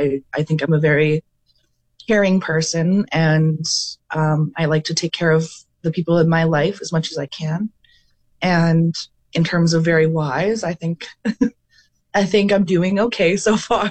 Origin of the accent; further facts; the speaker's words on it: Pinawa, Manitoba, Canada; born there; I was born in Pinawa, Manitoba, and love nature as a result of that.